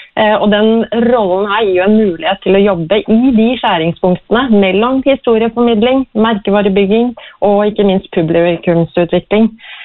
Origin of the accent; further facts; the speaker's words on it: Kragerø, Telemark, Norway; Så jeg kommer jo fra Kragerø, som sommerby, men det da ingenting som slår sommer i Tinn heller.